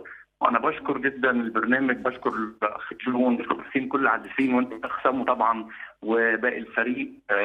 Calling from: Minya, Minya Governorate, Egypt; من المنيا

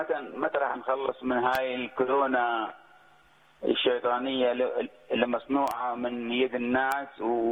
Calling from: Iraq; من العراق.

